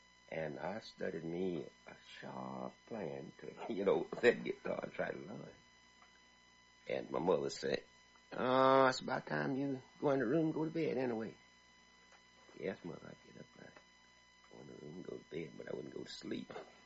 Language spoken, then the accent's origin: English; Avalon, Mississippi, United States; also born or lived in Teoc, Mississippi; 5 miles from Avalon, a little place they call Tioc, Mississippi. And they brought me up to Avalon when I was just a baby. I grew up in Avalon.